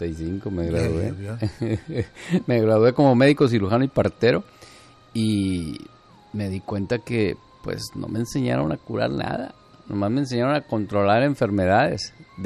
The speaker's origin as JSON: {"language": "Spanish", "town": "Cerralvo", "region": "Nuevo León", "country": "Mexico", "said": "Yo soy de Cerralbo, Nuevo León, la cuna del estado de Nuevo León"}